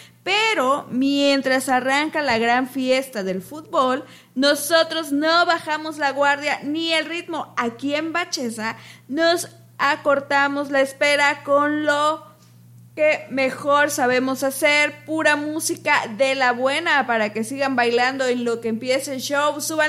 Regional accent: Mexico

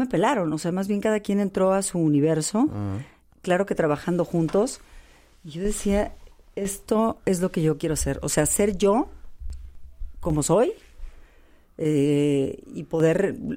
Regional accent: Irapuato, Guanajuato, Mexico; Pues vengo de Irapuato, ¿me entiendes?

